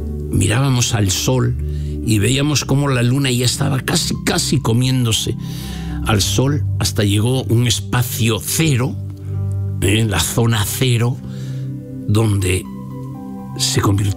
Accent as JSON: {"language": "Spanish", "region": "northern Spain", "country": "Spain", "tie": "born or raised there", "said": "primero en mi pueblo había convocado a ese, al lugar donde yo jugaba de niño al fútbol, en el Trichero."}